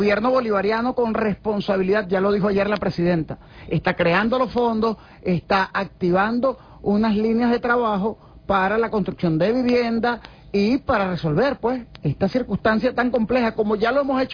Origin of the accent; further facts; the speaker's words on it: Venezuela; Yo se los digo como venezolano